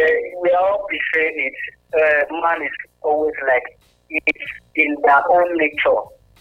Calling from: England, United Kingdom; I'm calling from England.

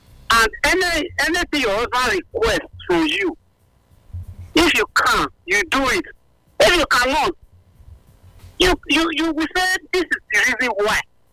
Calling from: Nigeria; I'm coming from Ikosodi.

